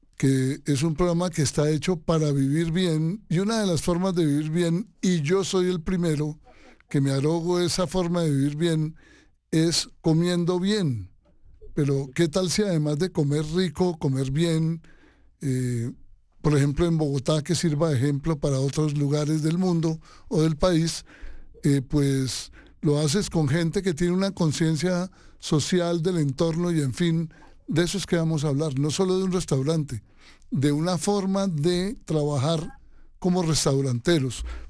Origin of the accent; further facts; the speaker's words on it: Spain; Y te repito, como español, te felicito por ese súper equipo.